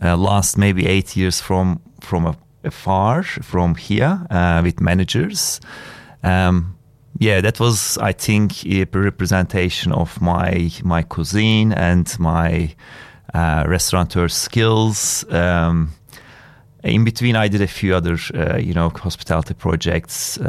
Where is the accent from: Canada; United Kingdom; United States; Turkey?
Turkey; Istanbul; moved away as an adult; now in Australia; Look, I grew up in Istanbul at a, you know, just middle-class family, I think, and studied engineering and then came to Australia and did a master's degree in business.